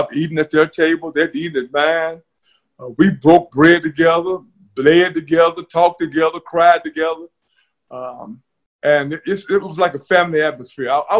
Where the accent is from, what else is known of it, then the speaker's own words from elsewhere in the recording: Nashville, Tennessee, United States; grew up in Nashville, Tennessee, born and raised in John Henry Hale Projects. Went to the best high school in the Mid-South, Pearl High School.